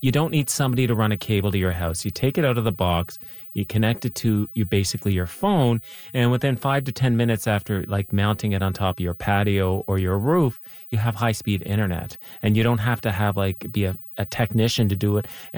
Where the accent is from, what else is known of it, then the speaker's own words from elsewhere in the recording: Nova Scotia, Canada; I'm from Nova Scotia.